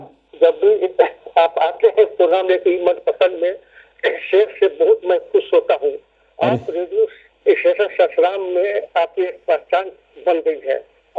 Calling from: Rohtas district, Bihar, India; कुआ जिला रोहतास जा बोल रहा हूँ।

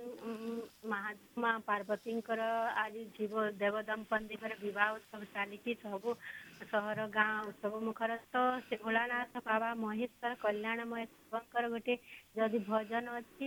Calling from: Bargarh, Odisha, India

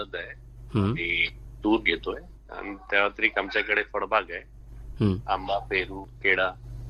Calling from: Papri, Maharashtra, India; समुद्रपूर तालुक्यामध्ये पापरी गाव आहे.

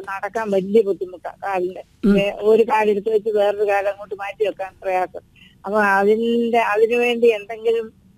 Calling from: Angadikkal, Kerala, India; പത്തനംതിട്ട ജില്ലയിലെ അങ്ങാടിക്കൽ എന്ന് പറയുന്ന സ്ഥലത്ത് നിന്ന് 76 വയസ്സുള്ള

